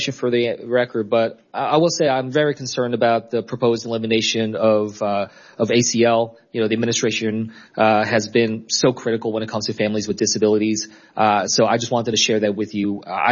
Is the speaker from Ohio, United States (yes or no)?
no; New Jersey, United States; It's something affecting my home state of New Jersey.